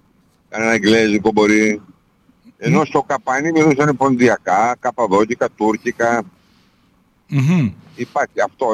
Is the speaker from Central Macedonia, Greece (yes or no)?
yes; Nea Michaniona, Central Macedonia, Greece; είμαι υπαρχιωτόπουλο από τη Μηχανιό, δεν ήμουν αστόπεδο εγώ, για παιδί του άστεως